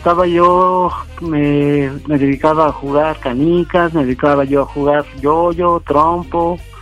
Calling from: Apizaco, Tlaxcala, Mexico; Aquí de Apizaco, Tlaxcala.

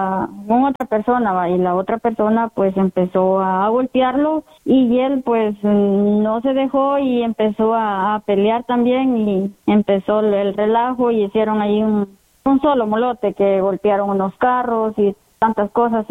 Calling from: Charlotte, North Carolina, United States; Estoy hablando de aquí, de Charlotte.

